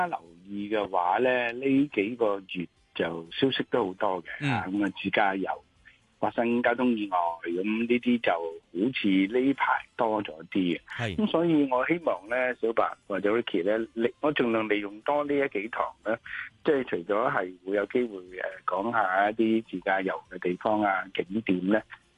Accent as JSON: {"language": "Cantonese", "country": "Hong Kong", "said": "我哋港人"}